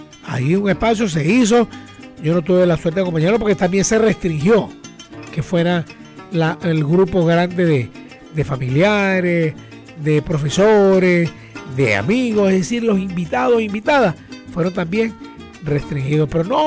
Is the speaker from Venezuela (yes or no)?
yes; Venezuela; Pero somos de la patria. Somos de Venezuela